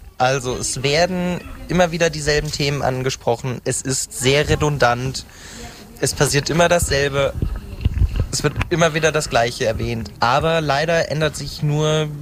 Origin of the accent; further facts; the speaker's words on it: Zeitz, Saxony-Anhalt, Germany; born there; Ich bin tatsächlich gebürtig aus Zeitz, wohne jetzt hier schon ganze 19 Jahre.